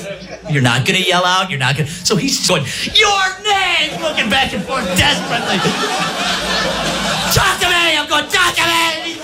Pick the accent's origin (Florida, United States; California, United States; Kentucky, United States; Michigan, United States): Michigan, United States; so anyway, I'm from Michigan.